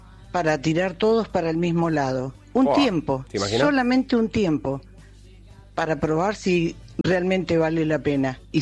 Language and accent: Spanish; Argentina; Esa es mi humilde opinión como argentina.